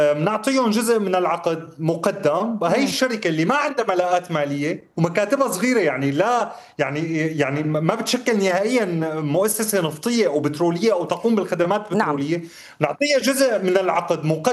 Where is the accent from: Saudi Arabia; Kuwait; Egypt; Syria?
Syria; أنا كمواطن سوري عندي ثقة بالقضاء بسوريا